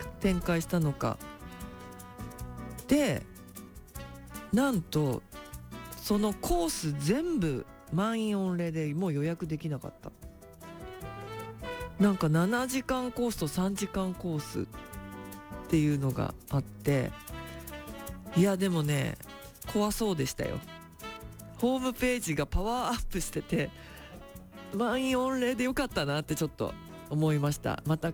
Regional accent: Shonan, Kanagawa, Japan; 私ここ地元湘南で

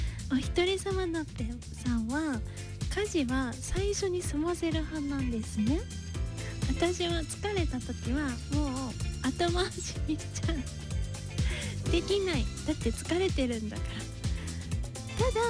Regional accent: Tokushima, Japan; moved away; 私四国出身だから、徳島だけど

